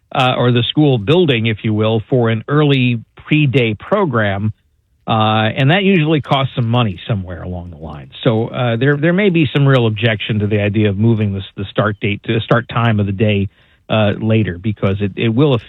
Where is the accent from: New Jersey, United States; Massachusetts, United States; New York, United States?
New York, United States; I grew up in New York, and we were after Labor Day.